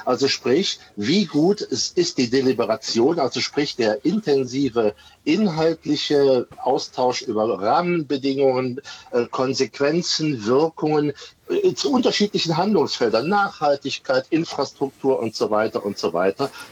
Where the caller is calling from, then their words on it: Ahr Valley, Rhineland-Palatinate, Germany; ich komme aus dem Ahrtal